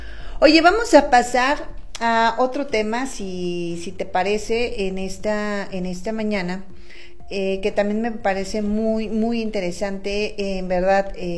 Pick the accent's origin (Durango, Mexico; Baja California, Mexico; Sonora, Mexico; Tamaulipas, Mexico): Durango, Mexico; Santiago Papasquiaro; moved away; saludos hasta mi tierra, la tierra del Pinole, mi tierra tan querida.